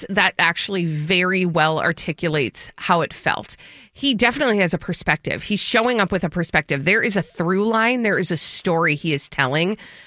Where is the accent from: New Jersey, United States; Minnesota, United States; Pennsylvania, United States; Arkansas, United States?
Minnesota, United States; I am a Minnesotan